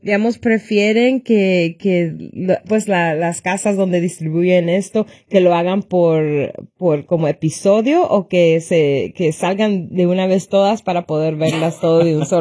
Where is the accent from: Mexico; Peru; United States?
United States; Los Angeles, California; also born or lived in San Fernando Valley; yo también crecí en Hollywood y West Hollywood, después me fui al Valle.